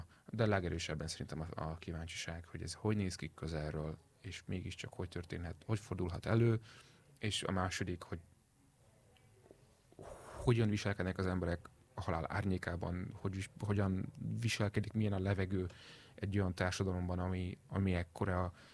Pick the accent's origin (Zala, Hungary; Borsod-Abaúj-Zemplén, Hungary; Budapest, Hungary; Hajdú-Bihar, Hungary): Hajdú-Bihar, Hungary; Debrecen; Debrecenben, ahol én születtem és ahol elkezdtem jégkorongozni